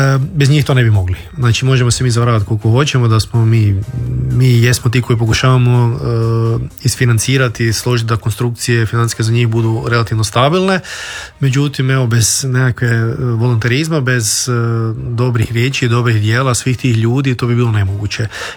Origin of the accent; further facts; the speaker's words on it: Croatia; accent: Kajkavian; Ja govorim kajkavski, ne, čak se sad malo kontroliram